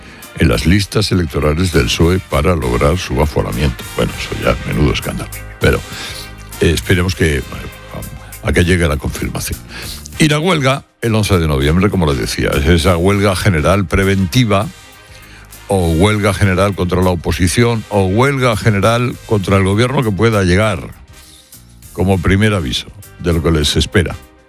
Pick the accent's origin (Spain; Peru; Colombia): Spain; Ahora, los que le vamos a descansar somos los españoles